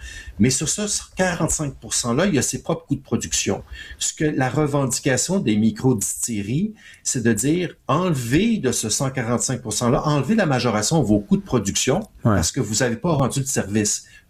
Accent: Quebec, Canada

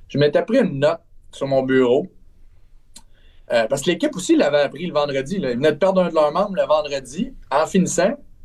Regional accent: Trois-Rivières, Quebec, Canada

